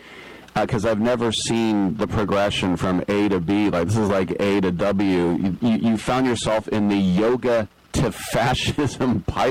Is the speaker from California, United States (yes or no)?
yes; Berkeley, California, United States; Well, I was born in the East Bay in the 60s, and I grew up in the Berkeley area, and I grew up with a lot of people with hippie parents.